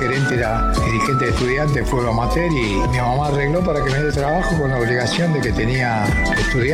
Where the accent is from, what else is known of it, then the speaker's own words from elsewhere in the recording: La Plata, Buenos Aires Province, Argentina; born there; Mi adolescencia fue en La Plata.